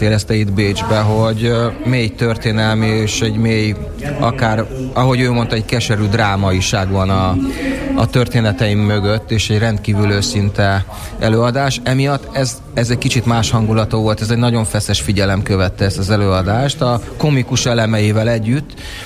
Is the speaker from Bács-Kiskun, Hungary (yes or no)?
no; Budapest, Hungary; now in Vienna, Austria; a legutolsó előadásom otthon Budapesten az ilyen stand-up jellegű volt